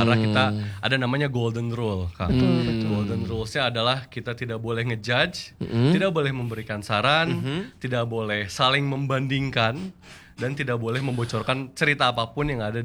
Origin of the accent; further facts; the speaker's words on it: Bandung, West Java, Indonesia; Saya asli dari Anta Funky.